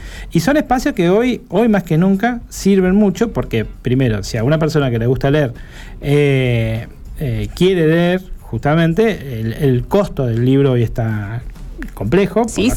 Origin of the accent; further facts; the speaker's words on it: Bahía Blanca, Buenos Aires Province, Argentina; also born or lived in Córdoba; Me fui a vivir a Córdoba para estudiar eso. Después volví de nuevo a Bahía Blanca. Como decías que soy de Bahía Blanca.